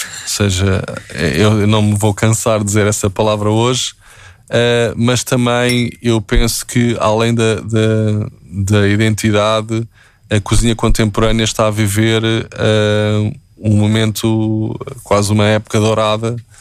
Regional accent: Portugal; Nós temos que pensar é que, como portugueses e como cozinha portuguesa

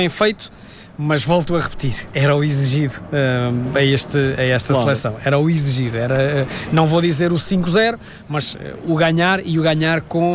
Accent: Portugal; E eu acho que nós, enquanto nós portugueses, e nós obviamente seleção portuguesa, devemos olhar para este jogo como um exemplo.

